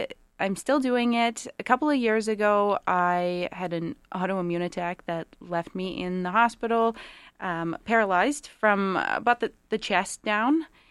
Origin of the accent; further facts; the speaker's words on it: Sherwood Park, Alberta, Canada; So I grew up in Sherwood Park, and from a very early age, I started doing dog agility.